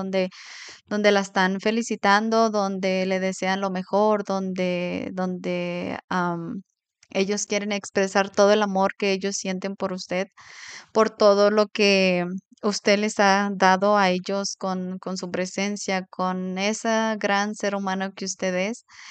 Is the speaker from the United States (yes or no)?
no; Chihuahua, Mexico; Porque bueno, yo soy de Chihuahua, pero no soy de las que grito, ¿verdad?